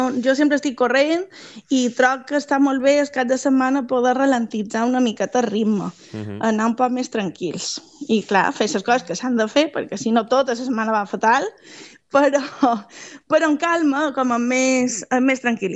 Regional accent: Magaluf, Balearic Islands, Spain; de Magaluf, jo som la banderada de Magaluf sempre per tot.

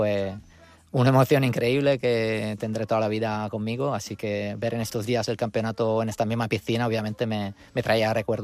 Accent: Turin, Piedmont, Italy; Spanish is a second language; moved away; yo soy italiano, de Torino

